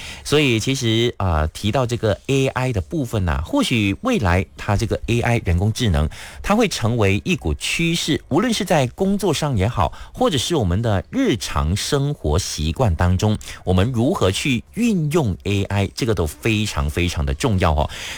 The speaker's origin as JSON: {"language": "Chinese", "country": "Malaysia", "said": "身为马来西亚人，我们有哪一些义务还有责任是可以帮助国家持续前进的"}